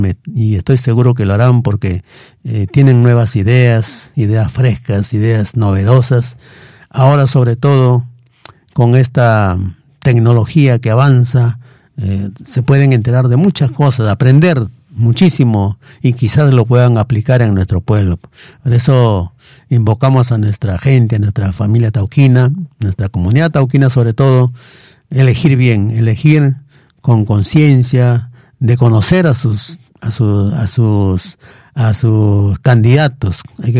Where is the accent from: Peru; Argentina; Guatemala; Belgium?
Peru; Tauca, Ancash; Uno de niño, pues en Tauca